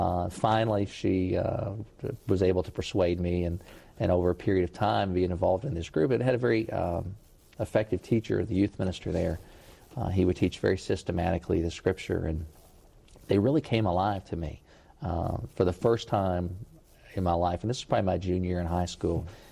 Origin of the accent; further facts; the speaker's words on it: Lexington, Kentucky, United States; My background, growing up in Lexington, I'm in my hometown. I grew up going somewhat sporadically to Baptist churches.